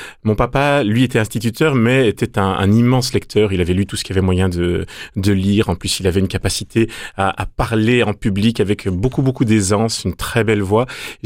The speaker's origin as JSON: {"language": "French", "town": "Brussels", "region": "Brussels-Capital Region", "country": "Belgium", "tie": "born there", "said": "moi, je suis né à Bruxelles. Mes parents étaient professeurs, dans une ambiance d'ailleurs tout à fait catholique"}